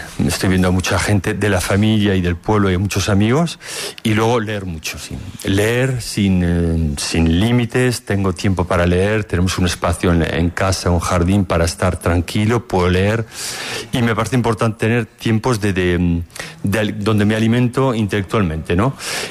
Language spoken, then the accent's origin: Spanish; Navarre, Spain; moved away as an adult; now in Corsica, France; Yo soy nacido aquí y yo vivo en Francia.